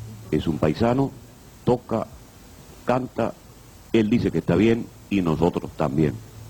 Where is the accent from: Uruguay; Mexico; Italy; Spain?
Uruguay; moved away; Estación Beiso, Guichón, departamento de Tacuarembó, perdón, de Paysandú, allá en nuestra tierra, en mi país.